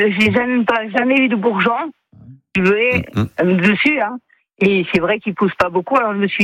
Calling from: Saint-Pierre-Saint-Jean, Auvergne-Rhône-Alpes, France; Je suis à Saint-Pierre-Saint-Jean.

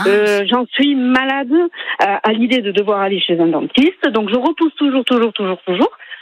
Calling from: Gignac, Occitanie, France; Oui, voilà, je suis à Gignac.

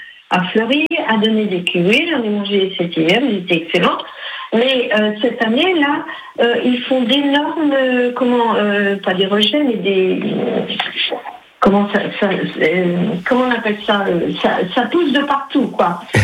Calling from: Névez, Brittany, France; De Nevey.

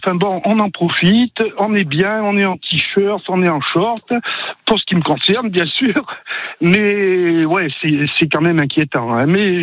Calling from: Auvergne-Rhône-Alpes, France; Je suis auvergnat, moi

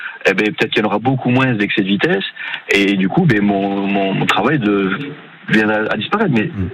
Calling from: Rion-des-Landes, Nouvelle-Aquitaine, France; Moi, je suis de Rion-des-Landes.

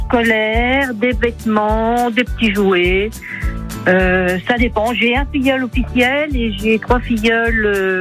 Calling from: Saint-Sébastien, Nouvelle-Aquitaine, France; Je vous appelle de Saint-Sébastien

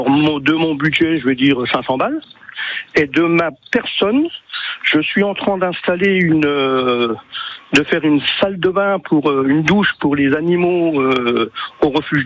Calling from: Grand Est, France; je suis de Lorraine.

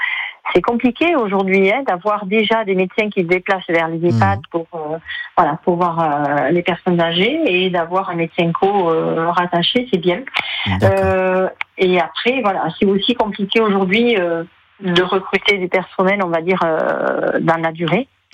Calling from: Villefranche-de-Rouergue, Occitanie, France; À Villefranche-de-Rouergue.

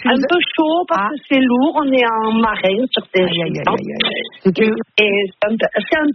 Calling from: Saint-Chinian, Occitanie, France; Saint-Chinian, Saint-Chinian.

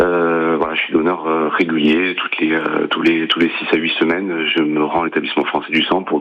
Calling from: Perpignan, Occitanie, France; De Perpignan, je suis de Perpignan.

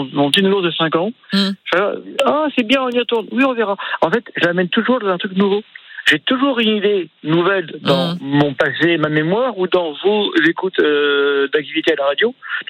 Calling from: Île-de-France, France; Bah moi, je suis en Île-de-France depuis au moins 1000 ans en arrière.

